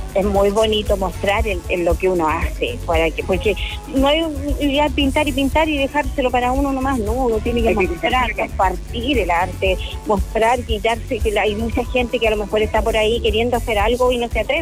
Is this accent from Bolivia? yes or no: no; Arauco, Biobío, Chile; Fíjese que en Arauco, yo no soy profeta en mi tierra, he hecho exposiciones en Arauco, pero no sola, como aquí.